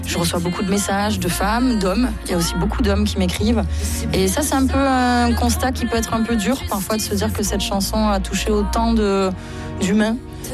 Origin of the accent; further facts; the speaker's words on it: south of France, France; accent: southern; Alors bon, je suis sudiste, je pense que ça s'entend mon petit accent. Nous dans le sud, c'est pas vraiment un cliché, on est quand même assez nerveux au volant.